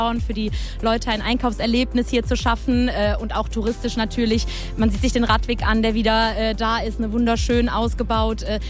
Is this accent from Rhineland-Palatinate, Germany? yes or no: yes; Rhineland-Palatinate, Germany; Ich komme ja hier aus Malchow auch